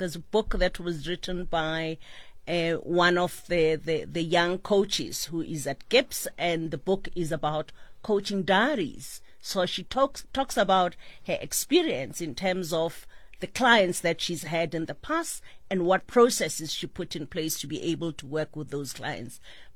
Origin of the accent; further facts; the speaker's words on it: South Africa; I think our strength as a country is our people.